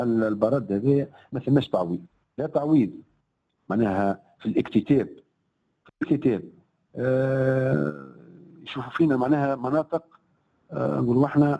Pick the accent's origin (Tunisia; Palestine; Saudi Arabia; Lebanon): Tunisia; راني انا تونسي ومن الدوله هذه